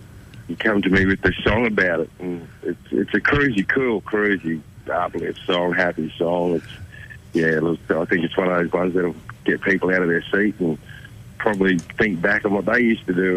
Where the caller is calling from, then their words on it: Redcliffe, Queensland, Australia; I'm calling in from the Redcliffe area. I'm down from Hervey Bay, seeing the family, taking Mum out for Mother's Day breakfast and doing things like that.